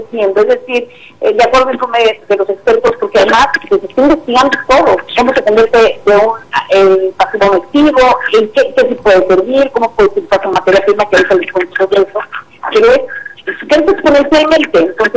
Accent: Mexico; Qué gusto saludarles, May Carmen, Marco, desde este paraíso. Soy de Mexicano, desde la capital mundial de las vacaciones.

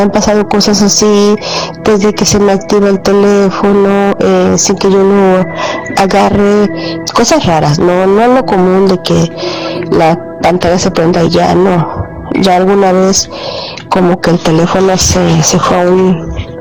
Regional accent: Cuernavaca, Morelos, Mexico; now in Indianapolis, United States; Cuernavaca, pero vivo aquí.

